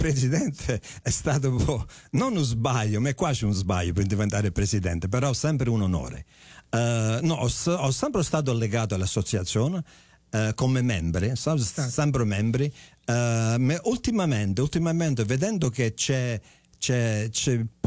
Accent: Canada; also born or lived in Jelsi, Italy; in Canada con i miei genitori, ero ancora piccolo quando certo. I miei genitori sono venuti, allora sono cresciuto in Canada, sì, però sì. Nata in Italia, nato a Jelsi.

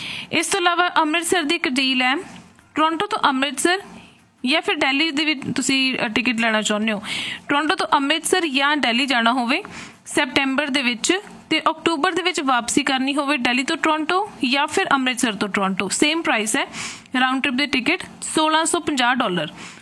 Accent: Punjab, India; moved away

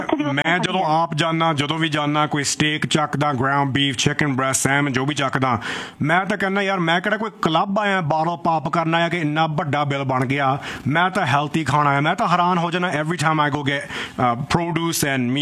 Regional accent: Canada; ਸਾਡੇ ਵਰਗੇ ਇੱਥੇ ਜੰਮੇ ਪਲੇ ਆ

